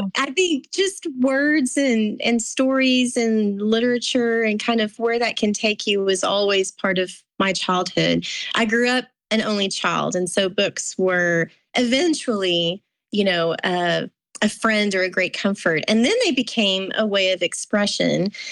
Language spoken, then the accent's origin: English; Texas, United States; Well, I'm originally from West Texas. Here in Lubbock, Texas is where I've lived with my husband for, 21 years now, 21 years, a long time. But I was born in this area as well and kind of grew up all over the Southern Plains here in West Texas.